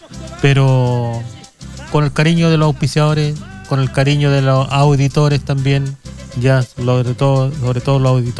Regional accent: Chile; como chileno de corazón.

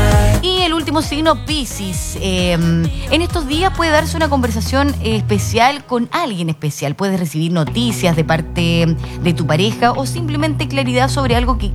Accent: Chile; así somos nosotros los chilenos.

